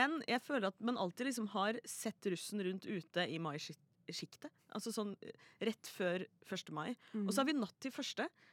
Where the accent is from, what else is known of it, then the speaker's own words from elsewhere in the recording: Oslo, Norway; Oslo. Oslo. Jeg er fra rett oppe i høgge her, faktisk.